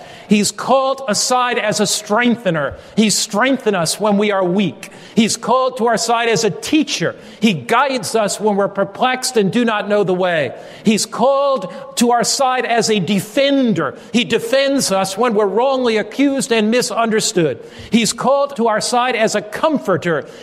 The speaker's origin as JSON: {"language": "English", "town": "New York City", "region": "New York", "country": "United States", "tie": "born or raised there", "said": "I grew up in New York City"}